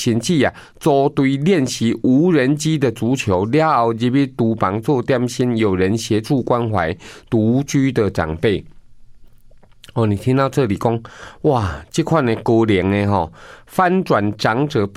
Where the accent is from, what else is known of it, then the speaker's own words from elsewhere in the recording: Taiwan; 长照资源跟不上我们台湾人的老化